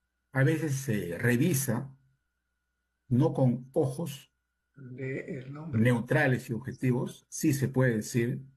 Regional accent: Ancash, Peru; Ah, mi tierra.

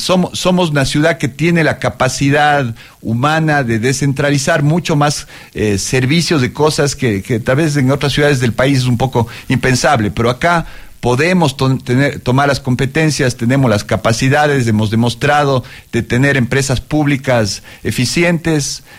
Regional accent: Cuenca, Azuay, Ecuador; lo que somos los cuencanos

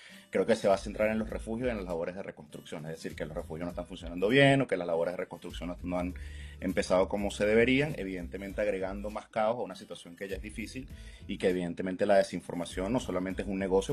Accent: Venezuela; Como venezolanos nunca habíamos experimentado una situación de este tipo

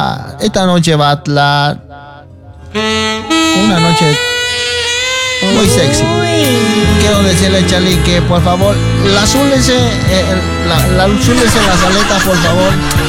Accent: Ecuador; Ecuatorianos somos guapos, ecuatorianos.

